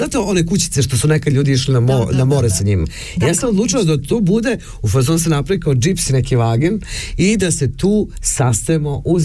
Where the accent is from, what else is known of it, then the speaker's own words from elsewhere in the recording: Pomoravlje District, Serbia; Nego sela, planine i taj naš kraj dolazi iz Levča, tako se zove region, odakle sam ja.